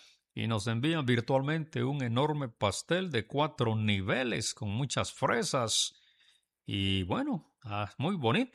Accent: San Pedro Necta, Huehuetenango, Guatemala; born there; nací en Huehuetenango hace varios años, no muchos. Allá mi padre era pastor de una iglesia centroamericana, en un pueblecito que se llama San Pedro Necta, Huehuetenango.

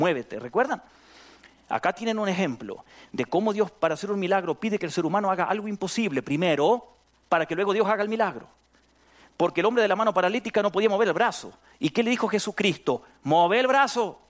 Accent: Argentina; moved away; de donde yo vengo, en Argentina.

